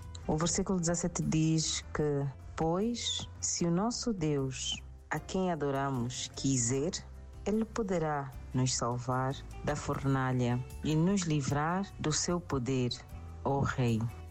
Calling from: Cunene, Angola; falo de Angola, província do Cunene, em Angiva.

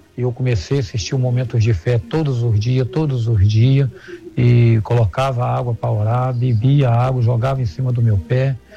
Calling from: Rio de Janeiro, Brazil; Sou daqui do Rio de Janeiro

